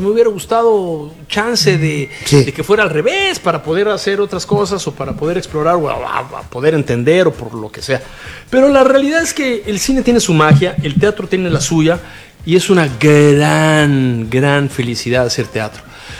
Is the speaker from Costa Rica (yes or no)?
no; Tlatelolco, Mexico City, Mexico; born there; Yo nací en Tlatelolco.